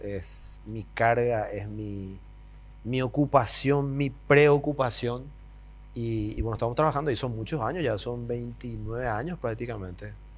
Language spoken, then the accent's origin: Spanish; Ñemby, Central, Paraguay; moved away as an adult; also born or lived in Lambaré; now in Asunción, Paraguay; Yo nací en Asunción, pero hasta los 3 años y medio viví en Lambaré y después toda mi vida en Ñemby hasta que me casé. Ahora Asunceno.